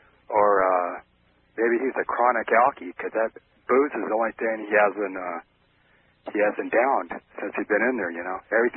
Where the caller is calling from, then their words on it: San Diego, California, United States; from San Diego.